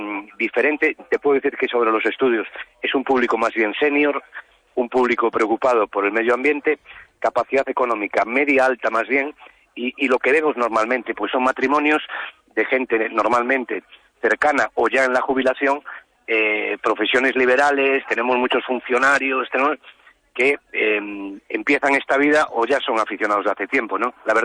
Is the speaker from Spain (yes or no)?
yes; Meis, Galicia, Spain; also born or lived in Vigo; la comarca de Meis y de Arousa, de la que soy, además, es mi pueblo de toda la vida, Mosteiro